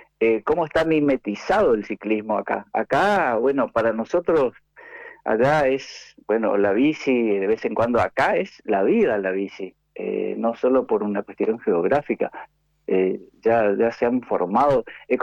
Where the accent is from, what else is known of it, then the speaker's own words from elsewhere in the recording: Posadas, Misiones, Argentina; moved away as an adult; now in Buenos Aires, Argentina; Yo me vine de Posadas a hacer, me vine, digo, como que estuviera ahí, a hacer la especialidad en el Hospital Tornú.